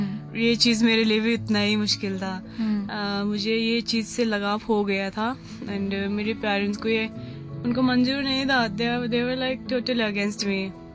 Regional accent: Nepal; now in India; वैसे मैं नेपाल से हूँ, बिलोंग वहीं से करती हूँ, बट अभी मेरा शादी हुआ है यहाँ पर।

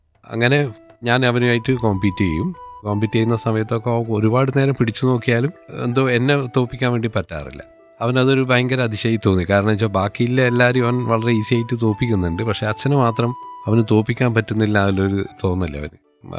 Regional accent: Taliparamba, Kerala, India; ഇപ്പം ഞാൻ താമസിക്കുന്നത് തളിപ്പുറമ്പ് എന്ന് ഒരു 4 കിലോമീറ്റർ മാറി അരിയിൽ എന്ന് പറയുന്ന ഒരു പ്രദേശത്താണ്. അവിടെയാണ് വീടെടുത്തിട്ട് അവിടെയാണ് താമസിക്കുന്നത്.

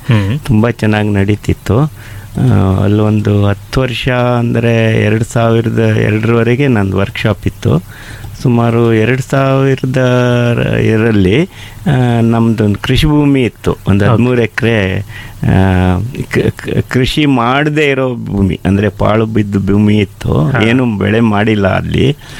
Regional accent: Ripponpet, Karnataka, India; ನಮ್ಮೂರು ಅಪ್ಪೆಮಿಡಿಗೆ ಮಾರ್ಕೆಟ್ಟು ಕರ್ನಾಟಕದಲ್ಲಿ ಮೊದಲಿಂದ, ಯಾಕಂದ್ರೆ ಅಲ್ಲಿ ತುಂಬ ನದಿಗಳಿದೆ, ಉದಾಹರಣೆಗೆ ಕುಮುದ್ವತಿ, ಶರಾವತಿ ಉಪನದಿಗಳು ಹಲವಾರಿದೆ ಅಲ್ಲಿ

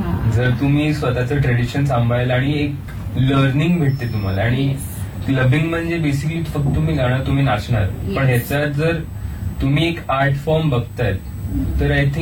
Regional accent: Satara, Maharashtra, India; मी साताऱ्याचा आहे

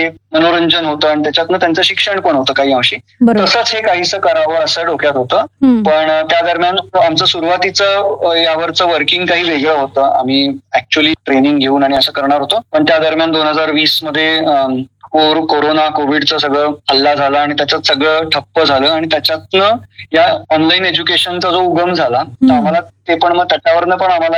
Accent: Pune, Maharashtra, India; also born or lived in Nashik; माझा जन्म नाशिकचा आहे, अशोक स्तंभावरचा। माझी आई नाशिकची आहे आणि माझा जन्म नाशिकचा आहे, पण मी वाढलो संपूर्ण पुण्यात, माझं शालेय शिक्षण कॉलेज सगळं पुण्यात झालं

